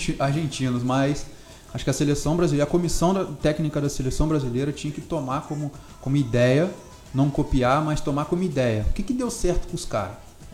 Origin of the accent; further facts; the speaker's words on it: Brazil; a gente é brasileiro